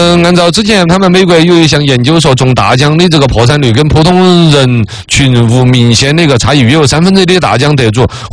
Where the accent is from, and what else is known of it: China